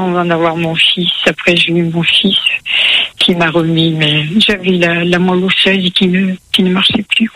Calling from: Sanary-sur-Mer, Provence-Alpes-Côte d'Azur, France; Je vous appelle, je suis près de Sanary, dans le Var.

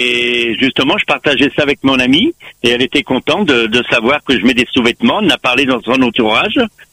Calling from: Lisieux, Normandy, France; je suis de Lisieux dans le 14.

